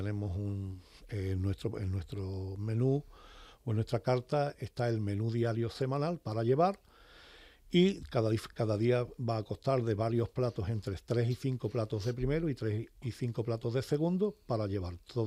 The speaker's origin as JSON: {"language": "Spanish", "town": "Cádiz", "region": "Andalusia", "country": "Spain", "said": "un poco de mi tierra del sur, de Cádiz"}